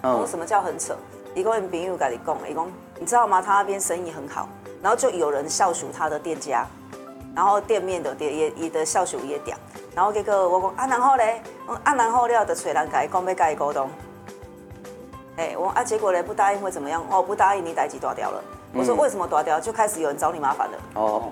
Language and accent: Chinese; Taiwan; 咱台湾人